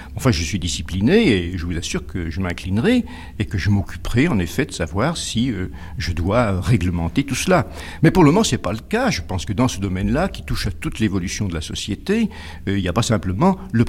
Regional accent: France; nous sommes français, un peu latin, un peu gaulois

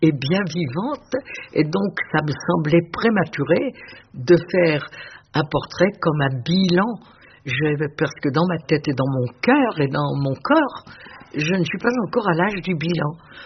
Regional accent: Pont-de-Nieppe, Hauts-de-France, France; born there; Au Pont-de-Nieppe.

